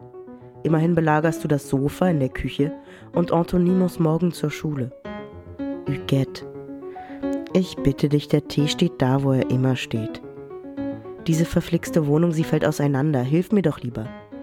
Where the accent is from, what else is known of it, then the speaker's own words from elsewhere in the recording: Germany; Ich bin in den 90ern aufgewachsen und dort habe ich ganz viel konsumiert an Video-, Film-Sachen. Und ich bin in Deutschland aufgewachsen, aber in so einer französischen Bubble.